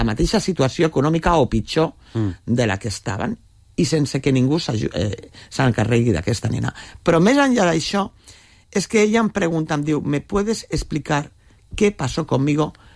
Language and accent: Catalan; L'Hospitalet de Llobregat, Catalonia, Spain; perquè jo també sóc d'Hospitalet, també del bar de Can Vidalet, vull dir, m'he criat amb...